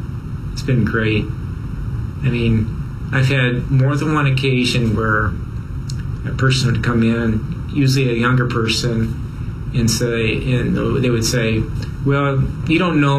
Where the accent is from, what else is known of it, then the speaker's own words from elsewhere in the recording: Kansas, United States; So when I grew up in Kansas, our vacation actually was to come to Minnesota fishing.